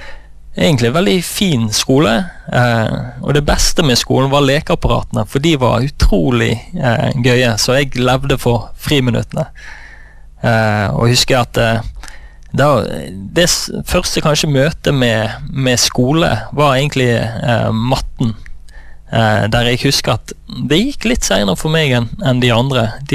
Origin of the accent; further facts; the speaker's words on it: Oslo, Norway; born there; also born or lived in Indonesia / Singapore; jeg ble født i Oslo, og så valgte foreldrene mine å bli misjonærer, så de reiste ut til Indonesia. Og da hadde jeg første delen av barndommen min i Indonesia og Singapore.